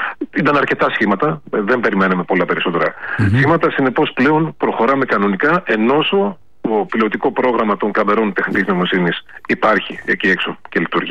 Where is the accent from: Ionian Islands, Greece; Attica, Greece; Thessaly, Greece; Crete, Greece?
Thessaly, Greece; Trikala; Ως τρικαλινός φοιτητής στην Αθήνα